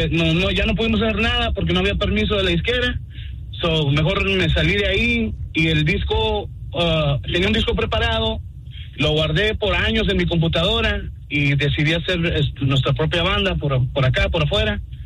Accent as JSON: {"language": "Spanish", "town": "Fort Worth", "region": "Texas", "country": "United States", "said": "Vivimos aquí en el área de Dallas, Fort Worth. Pues somos de Fort Worth, Texas, pero tenemos varios así elementos de Dallas."}